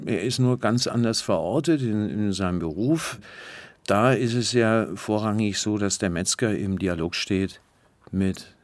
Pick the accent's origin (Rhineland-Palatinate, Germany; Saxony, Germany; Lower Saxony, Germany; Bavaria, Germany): Bavaria, Germany; accent: Franconian; meiner Heimat, meinem Dialekt nicht verweigern und habe gleichzeitig auch Fränkisch gesprochen. Also ich kann im Grunde genommen kann ich beides.